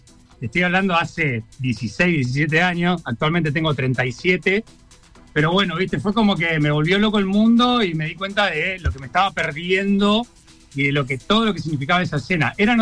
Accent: Comodoro Rivadavia, Chubut, Argentina; Soy de Chubut, de Comodoro Rivadavia. Vine acá, bien.

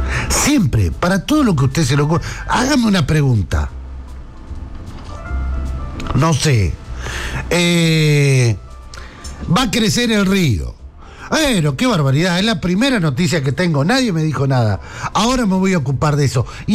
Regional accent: Berisso, Buenos Aires Province, Argentina; porque creen que somos negros de Berisso

